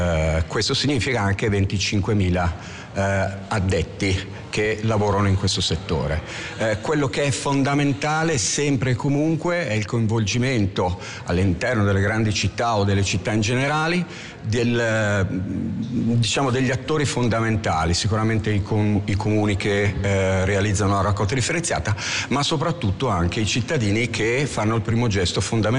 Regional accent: Milan, Lombardy, Italy; io vengo da Milano

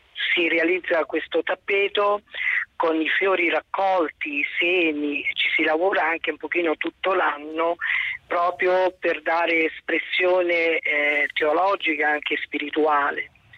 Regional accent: Rome, Lazio, Italy; born there; now in Vidalenzo, Italy; Ricorda casa, da dove sono nato, quindi anche mia tradizione, ma ricorda anche la casa da dove proveniamo come monaci. Proveniamo da Santa Francesca Romana, lì a Roma

